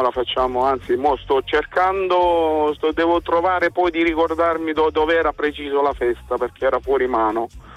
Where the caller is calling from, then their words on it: Galatina, Apulia, Italy; Sono salentino, non so se si sente, ma sono salentino, di Galatina.